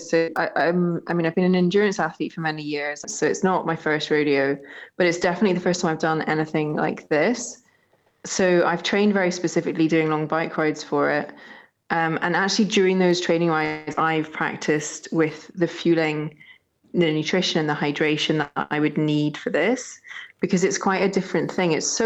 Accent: Scotland, United Kingdom; And doing something like this for me was also about being Scottish and showing how hardy we are.

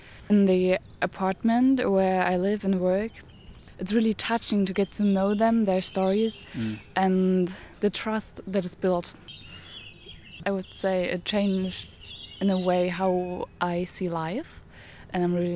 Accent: Dresden, Saxony, Germany; English is a second language; moved away as an adult; I'm 19 years old and I am from Germany, from Dresden.

